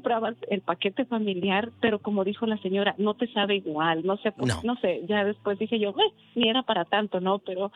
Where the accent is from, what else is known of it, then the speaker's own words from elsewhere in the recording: Durango, Mexico; now in Washington, United States; yo regresé a Durango hace 10 años, fui a Durango, a mi tierra